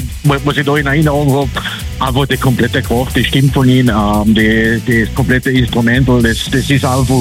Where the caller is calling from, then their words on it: Carinthia, Austria; ich komme aus Kärnten, am Rand Dein.